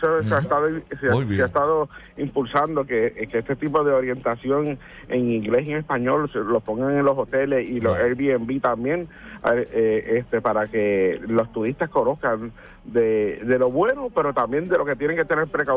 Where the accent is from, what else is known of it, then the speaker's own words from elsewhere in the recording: Puerto Rico; como puertorriqueños que vivimos en esta isla tropical